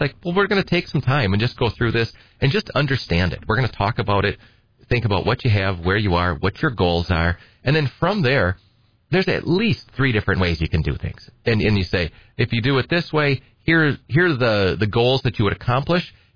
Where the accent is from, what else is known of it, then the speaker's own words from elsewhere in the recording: Edgar, United States; You know, I grew up, I'm from Edgar.